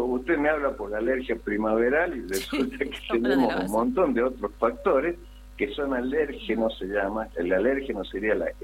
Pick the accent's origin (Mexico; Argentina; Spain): Argentina; Catamarca; born there; Los que somos nacidos en Catamarca, y no nos va a sorprender cómo es el clima, etcétera, etcétera, pues sabemos que hay un cambio.